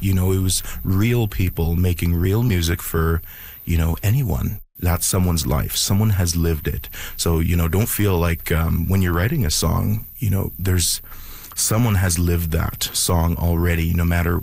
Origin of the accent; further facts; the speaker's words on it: Sucker Creek, Alberta, Canada; That's, you know, I'm from Sucker Creek, but Big Stone is, I have lots of family from there.